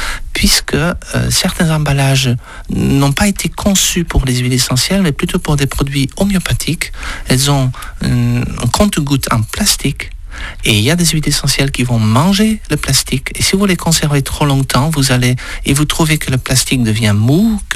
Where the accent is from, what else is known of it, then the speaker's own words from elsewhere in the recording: Le Pompidou, Occitanie, France; Et bien sûr, chez nous, au Pompidou.